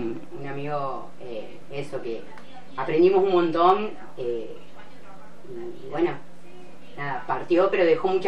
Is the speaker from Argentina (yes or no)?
yes; La Plata, Buenos Aires Province, Argentina; soy acá de Alto San Lorenzo